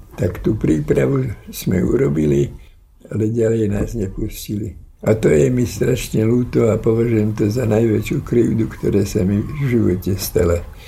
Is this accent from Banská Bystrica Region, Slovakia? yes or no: no; Skalica, Trnava Region, Slovakia; also born or lived in Kopčany; Tam som začal chodiť do školy, tam som prežil všetky historické premeny. Ja som tak prilepený k Skalici, že to muselo znechať nejakú stopu vo mne. Ale narodil som sa v Kopčanoch.